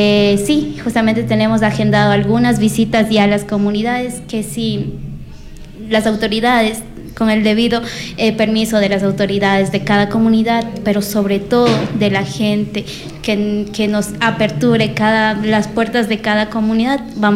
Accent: Punín, Chimborazo, Ecuador; llevando atrás lo que es mi tierra, Punín, más allá del apellido que yo tenga, siempre llevando en alto, uno, el idioma, dos, la identidad y sobre todo la vestimenta, de dónde soy. Yo soy Punín

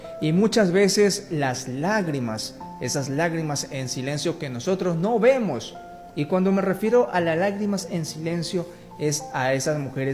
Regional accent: Ecuador

